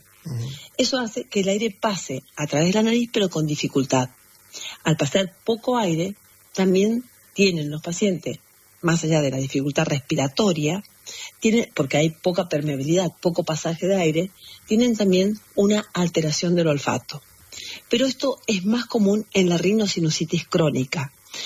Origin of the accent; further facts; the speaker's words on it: Bellavista, Corrientes, Argentina; En realidad es ciudad, yo le digo pueblo, pero es ciudad. Yo estoy en Bellavista, Corrientes, ocasionalmente, pero trabajo en Buenos Aires, obvio.